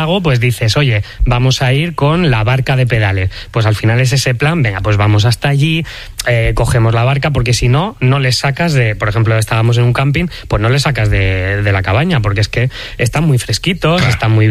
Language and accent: Spanish; Plou, Aragon, Spain; estoy ahí en mi pueblo, en Plou, Teruel